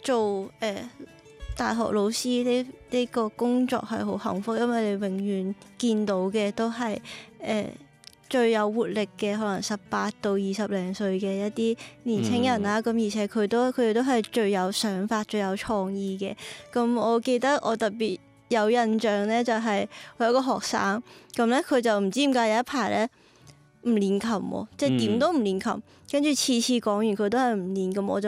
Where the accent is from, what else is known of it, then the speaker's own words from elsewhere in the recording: Macau; 咁我始終我係澳門人啦，咁即係我都係呢個大灣區長大，咁我覺得即係都係我最熟悉嘅語言同埋最熟悉嘅一個音樂體系咯。